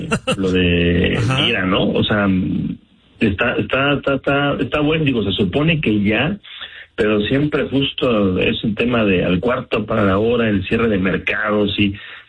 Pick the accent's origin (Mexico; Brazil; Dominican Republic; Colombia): Mexico; es en contextualizar lo que estamos siendo como futbolistas mexicanos, ¿no?